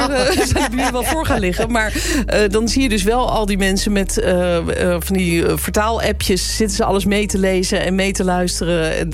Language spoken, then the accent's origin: Dutch; Netherlands; Zo zijn wij Nederlanders.